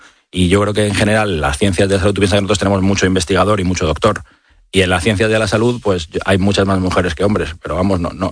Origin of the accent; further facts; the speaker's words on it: Spain; los españoles, sabes que somos muy cainitas